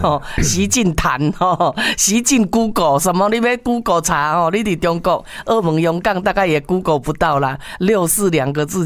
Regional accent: Taiwan

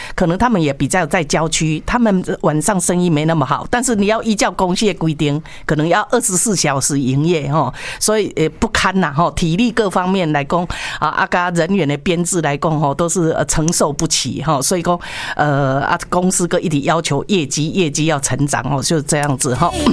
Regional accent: Taiwan; 我们台湾人

